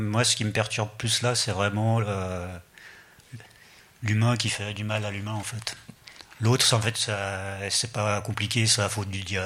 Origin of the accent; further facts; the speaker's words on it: Geneva, Switzerland; born there; first language German; French is a second language; also born or lived in Zurich, Switzerland; Par contre, quand je suis arrivé à Genève, francophone